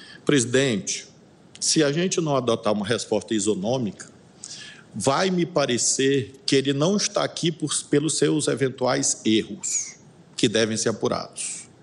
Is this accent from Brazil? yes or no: yes; Brazil; me incomoda como brasileiro e como magistrado, magistrado desse tribunal